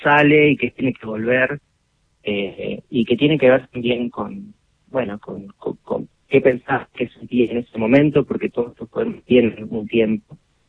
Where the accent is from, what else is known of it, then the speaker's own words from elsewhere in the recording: Sarmiento, Argentina; al menos las de mi pueblo, yo soy de un pueblo, yo soy de Sarmiento